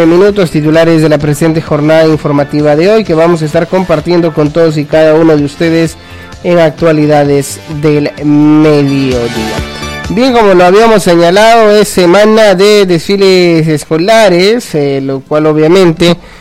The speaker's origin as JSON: {"language": "Spanish", "town": "Tarapoto", "region": "San Martín", "country": "Peru", "tie": "born there", "said": "los que hemos nacido en Tarapoto, los que somos de Tarapoto"}